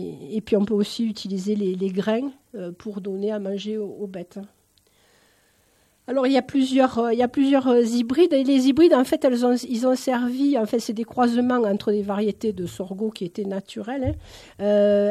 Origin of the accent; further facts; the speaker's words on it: Nîmes, Occitanie, France; je suis originaire de la région de Nîmes, donc ceci explique peut-être cela.